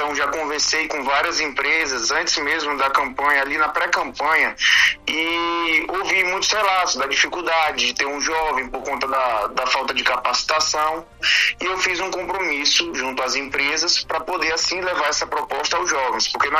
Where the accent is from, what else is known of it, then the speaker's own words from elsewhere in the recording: Roraima, Brazil; como um bom roraimense